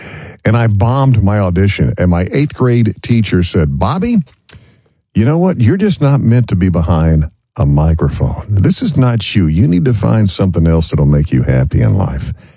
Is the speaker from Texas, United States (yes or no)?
yes; Texas, United States; I grew up in West Texas. We didn't have any dancing in middle school or junior high or high school.